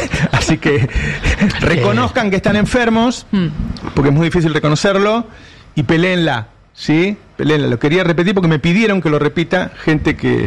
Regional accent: Talar, Buenos Aires Province, Argentina; soy de Talar.

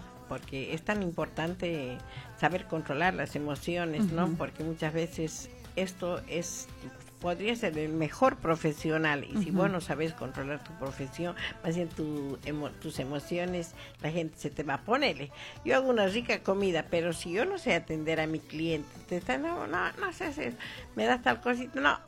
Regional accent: Bolivia; now in Argentina; comunidad boliviana, nos gusta simplemente nuestro ranchito, ¿no? Nosotros como bolivianos vamos a ir por ahí a vivir todos a Celina o todos más allá.

